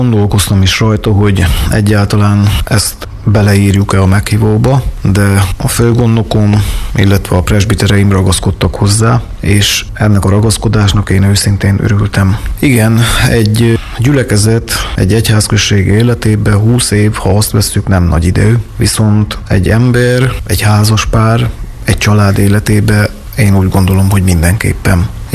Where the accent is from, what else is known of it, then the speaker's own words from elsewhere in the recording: Szabolcs-Szatmár-Bereg, Hungary; én tényleg tőzsgyökeres szatmári vagyok